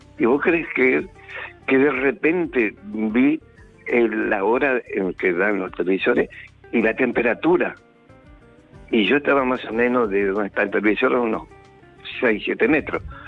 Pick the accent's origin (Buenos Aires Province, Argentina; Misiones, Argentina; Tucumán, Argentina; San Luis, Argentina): Buenos Aires Province, Argentina; Burzaco; born there; moved away; yo soy nacido en Bursaco.